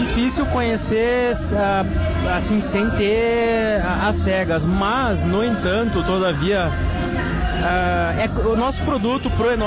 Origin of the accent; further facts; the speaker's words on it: Caxias do Sul, Rio Grande do Sul, Brazil; sou natural de Caxias.